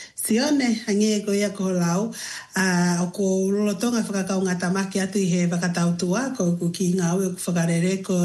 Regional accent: Highlands, Papua New Guinea; We have very... fond memories growing up in Papua New Guinea. Yeah? Rich culture and, yeah, enriching everything, you know, in terms of natural resources. Family. We live in the highlands, eh?

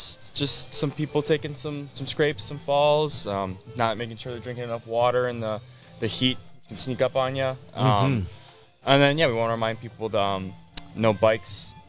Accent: St. Joseph, Michigan, United States; Born and raised in St. Joe and grew up coming to the art fair.

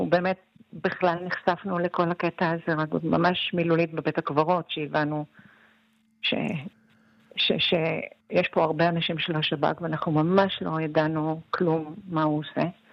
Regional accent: Bnei Brak, Tel Aviv District, Israel; אני גדלתי בבני ברק

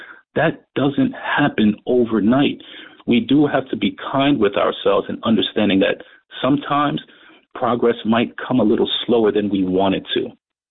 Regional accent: New York City, New York, United States; I grew up in Crown Heights, Brooklyn, but I went to high school in Bed-Stuy, Brooklyn.

